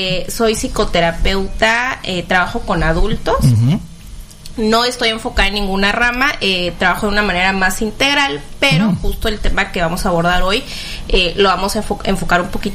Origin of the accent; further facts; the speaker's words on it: Tuxtla Gutiérrez, Chiapas, Mexico; yo soy originaria de Tuxtla.